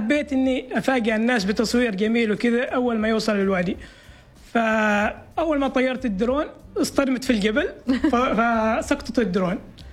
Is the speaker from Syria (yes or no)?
no; Oman